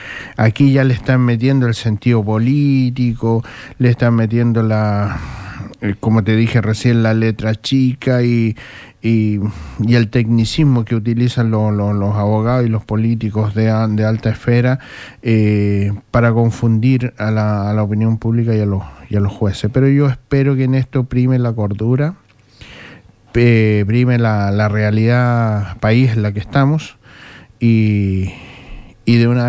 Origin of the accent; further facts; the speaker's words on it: Chile; como somos todos parte del Estado chileno